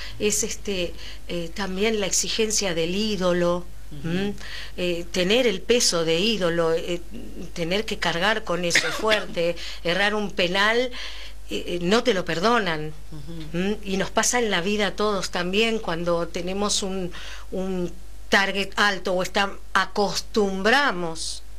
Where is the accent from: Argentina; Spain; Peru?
Argentina; cómo somos los argentinos